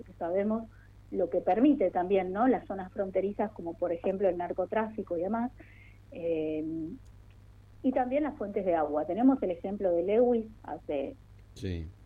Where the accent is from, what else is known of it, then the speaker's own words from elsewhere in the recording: Mendoza, Argentina; moved away; yo hace 12 años que vivo acá, pero soy mendocina. En sí. Mendoza, el sur de Mendoza, el departamento se llama Malargüe.